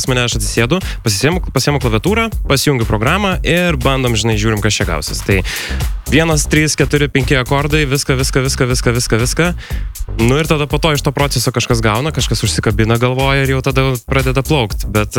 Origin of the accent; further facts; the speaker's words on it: Šeduva, Šiauliai County, Lithuania; Aš esu iš Šeduvos.